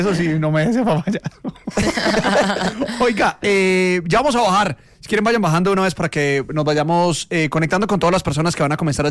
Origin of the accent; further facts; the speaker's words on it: Colombia; Vamos a estar unidos, y creo que como colombianos...